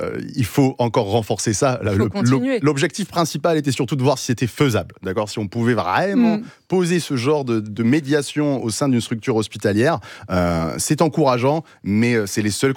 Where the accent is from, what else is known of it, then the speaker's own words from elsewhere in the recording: Angoisse, Nouvelle-Aquitaine, France; Ouais, j'ai grandi à Angoisse.